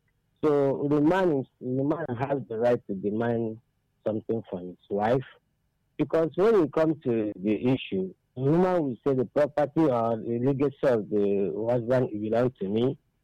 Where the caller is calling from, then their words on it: Abakaliki, Ebonyi, Nigeria; from Abakaliki.